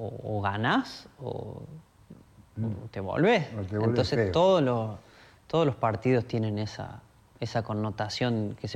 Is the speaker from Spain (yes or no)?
no; Argentina; Bueno, gracias a Dios, somos argentinos y hay muchos jugadores buenos.